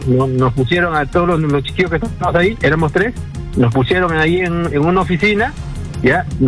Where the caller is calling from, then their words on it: Lima, Peru; estoy acá del Agustino. Ahorita estoy en el Agustino.